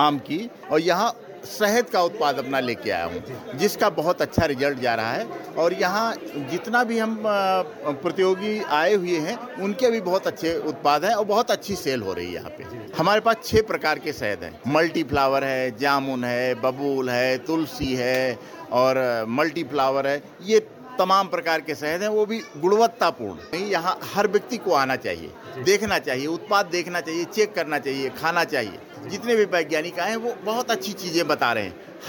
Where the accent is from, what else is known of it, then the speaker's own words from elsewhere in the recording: Hardoi, Uttar Pradesh, India; born there; मेरा गांव ग्राम Paharpur coat छतियारामपुर block भरावन हरदोई।